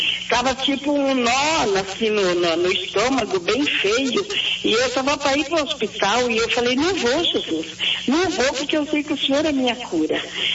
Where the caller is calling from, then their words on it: Curitiba, Paraná, Brazil; do bairro Portão.